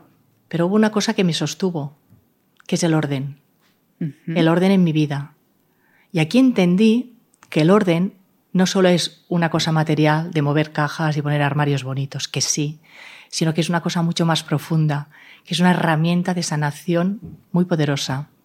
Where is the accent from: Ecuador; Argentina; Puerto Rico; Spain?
Spain; also born or lived in Hong Kong; A cabo de casi 8 años regresé a España